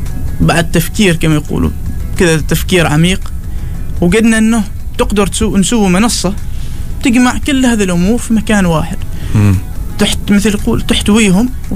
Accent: Samail, Ad Dakhiliyah, Oman; أنا من سمايل.

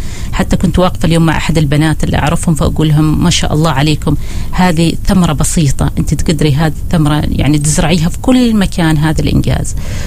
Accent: Oman; إحنا كعمانيين

